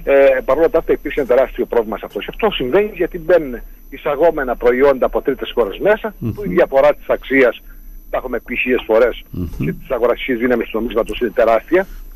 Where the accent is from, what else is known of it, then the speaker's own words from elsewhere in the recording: Crete, Greece; εγώ ως Έλληνας